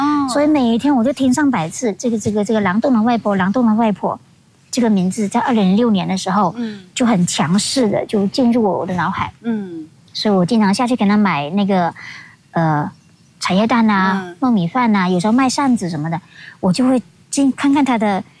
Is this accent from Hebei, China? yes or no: no; Guangxi, China; accent: Hakka-accented Mandarin; Chinese is a second language; now in Nanning, China; 而且像我是讲客家话的，然后我们客家人讲普通话不是很正音